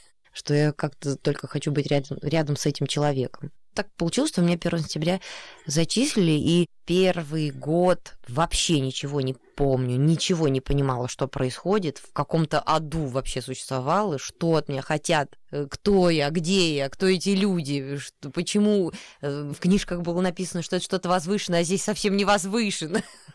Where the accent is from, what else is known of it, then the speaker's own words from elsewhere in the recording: Don, Russia; я очень люблю эти места, вот Дон, степи, и мне очень нравится думать, что вот там моя малая родина.